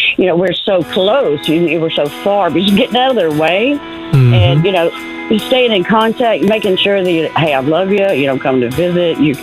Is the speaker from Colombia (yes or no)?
no; Tennessee, United States; Well, I'm from Tennessee, and I had three sons and a daughter.